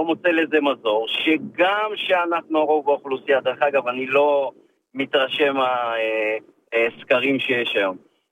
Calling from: Givatayim, Tel Aviv District, Israel; אני מגבעתיים.

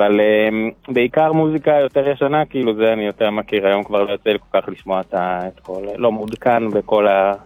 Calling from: Beit Shemesh, Jerusalem District, Israel

